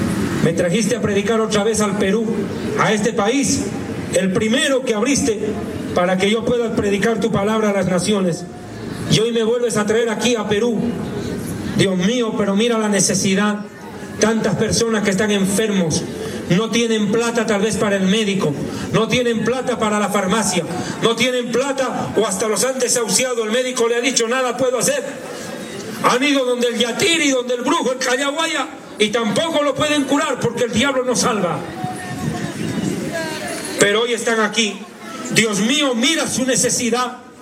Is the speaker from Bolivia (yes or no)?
yes; Bolivia; Yo ya había predicado en mi país, prácticamente toda Bolivia yo ya había predicado.